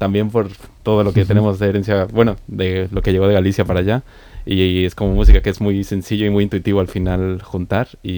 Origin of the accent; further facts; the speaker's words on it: Mexico; now in Barcelona, Spain; yo vengo de la música tradicional latinoamericana. En eso crecí yo en México